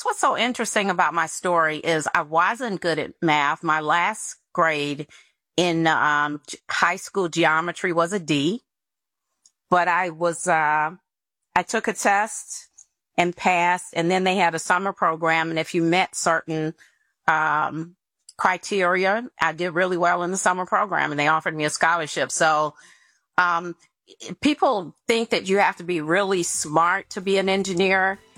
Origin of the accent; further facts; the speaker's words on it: Tennessee, United States; I'm actually from Tennessee. So I went to Stratford High, which no one will know.